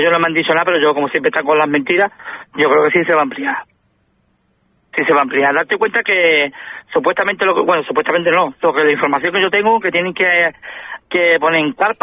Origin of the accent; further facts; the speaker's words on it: Ceuta, Spain; nosotros somos hijos de Ceuta, españoles, caballas de pura cepa, tengamos cada uno la religión que tengamos